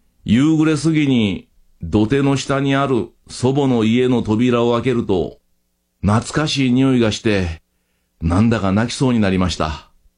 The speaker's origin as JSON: {"language": "Japanese", "region": "Osaka", "country": "Japan", "tie": "born there", "also_born_or_lived": "Hiroshima", "said": "私たち一家が大阪に引っ越してから"}